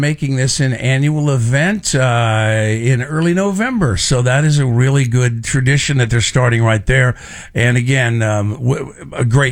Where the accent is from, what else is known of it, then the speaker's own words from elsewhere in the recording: Elk Grove, California, United States; And of course, we know Galt. I grew up in Elk Grove. Galt and Lodi and Elk Grove, all great agricultural centers.